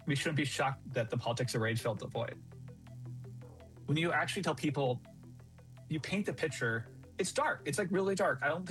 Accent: Iowa, United States; Like I'm from Iowa.

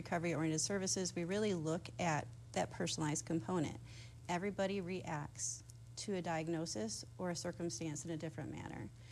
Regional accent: Steuben County, New York, United States; also born or lived in Ohio; I'm originally from Steuben County here in New York State.

